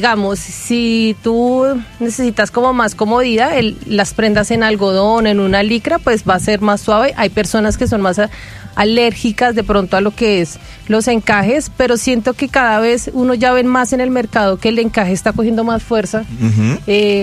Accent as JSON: {"language": "Spanish", "country": "Colombia", "said": "como acá colombiano le decimos"}